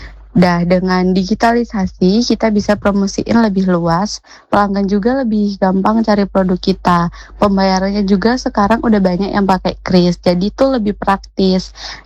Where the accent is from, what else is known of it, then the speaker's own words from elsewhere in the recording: Bandar Lampung, Lampung, Indonesia; Perkenalkan … saya dari Bandar Lampung.